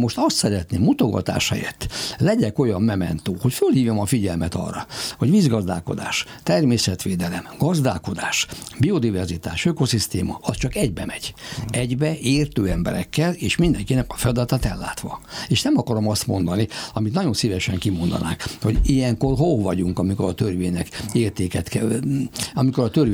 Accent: Ercsi, Fejér, Hungary; born there; Ercsibe születtem, a szívem csücske.

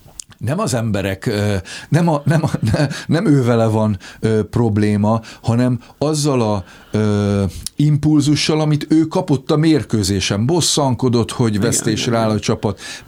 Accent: Hungary; moved away as an adult; also born or lived in Germany; egy fiatalember, aki 21 évesen kikerül Németországba, illetve külföldre, és 39 évesen jövök haza.

